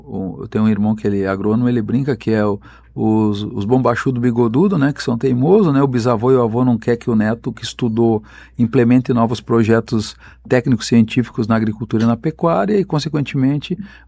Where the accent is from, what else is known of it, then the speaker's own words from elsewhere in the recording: Rio Grande do Sul, Brazil; moved away as an adult; eu saí do Rio Grande do Sul, saí da minha cidade, da minha região há 30 anos, eu voltei lá 3 vezes